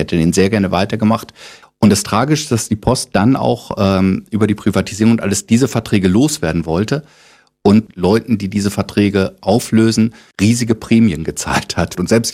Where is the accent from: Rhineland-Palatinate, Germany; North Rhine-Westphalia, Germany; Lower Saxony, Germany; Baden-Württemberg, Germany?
Lower Saxony, Germany; now in Berlin, Germany; ich als Niedersachse, der ja eigentlich ein fast perfektes Hochdeutsch spricht